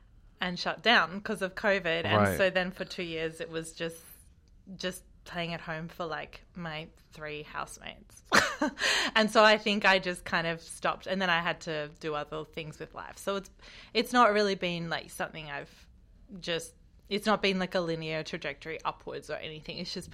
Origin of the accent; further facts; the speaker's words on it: Bendigo, Victoria, Australia; also born or lived in Castlemaine; Well, this is my home. I was born in Bendigo. My parents lived on a bush block between here and Bendigo. My whole family's from here.